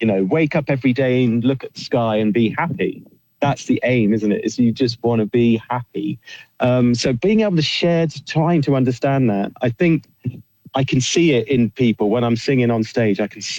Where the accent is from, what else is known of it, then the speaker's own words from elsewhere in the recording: England, United Kingdom; now in London, United Kingdom; as an English artist